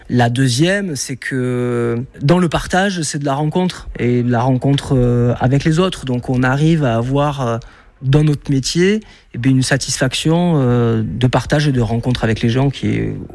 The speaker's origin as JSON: {"language": "French", "town": "Oloron-Sainte-Marie", "region": "Nouvelle-Aquitaine", "country": "France", "tie": "born or raised there", "said": "voilà, je suis palois, j'ai grandi à Oloron, Biarnès, Cap et tout."}